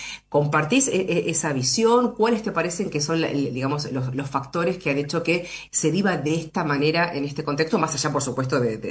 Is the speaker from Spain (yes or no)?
no; Argentina; obviamente somos argentinos